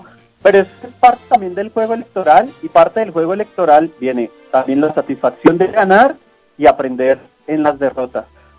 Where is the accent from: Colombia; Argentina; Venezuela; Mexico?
Colombia; tan pasionales que somos los colombianos